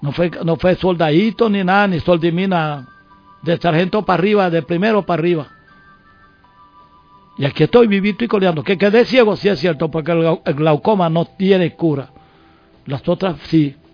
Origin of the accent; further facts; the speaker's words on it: Venezuela; born there; moved away; allá en mi pueblo